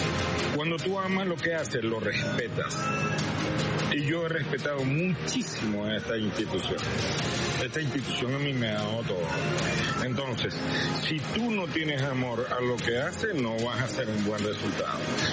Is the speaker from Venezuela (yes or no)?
yes; Venezuela; mi pueblo venezolano